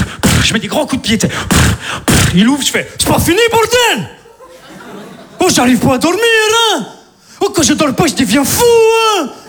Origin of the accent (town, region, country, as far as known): Saint-Étienne, Auvergne-Rhône-Alpes, France